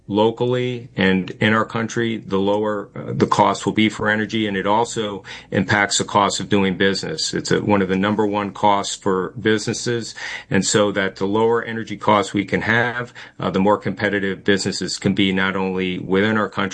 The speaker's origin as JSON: {"language": "English", "region": "New England", "country": "United States", "tie": "born or raised there", "moved": "yes", "lives_now": "Delaware, United States", "said": "I grew up in New England in the 1960s and 70s."}